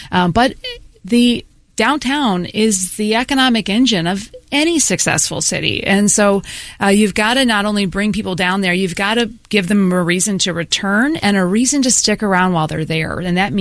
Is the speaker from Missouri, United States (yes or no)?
yes; St. Louis, Missouri, United States; Well, I was born in South St. Louis City, raised primarily in the unincorporated St. Louis County area. So I went to Parkway Schools.